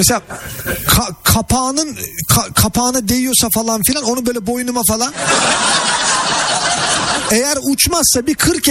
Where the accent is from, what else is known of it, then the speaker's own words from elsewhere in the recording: Istanbul, Turkey; Mesela ben İstanbul'da büyüdüm.